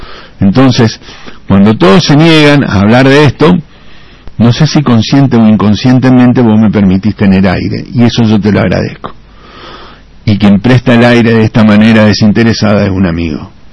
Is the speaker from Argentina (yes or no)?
yes; Argentina; si en mi país me voy a privar de defender a la Argentina